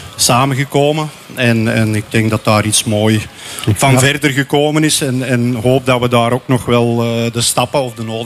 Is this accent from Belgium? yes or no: yes; Oud-Turnhout, Flanders, Belgium; Ik ben zelf wel uit het Oud-Turnhoutse, maar de rest van de band is toch Nijlen, Heist, Lier.